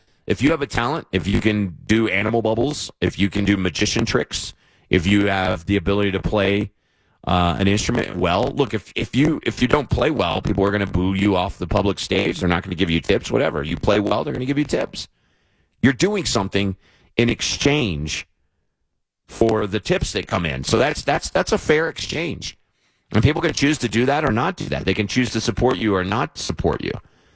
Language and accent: English; United States; I'm an American